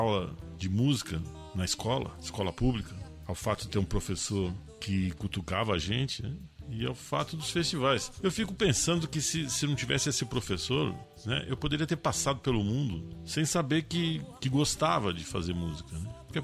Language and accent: Portuguese; São Paulo, Brazil; born there; nasci em São Paulo, no bairro da Luz, no centro de São Paulo.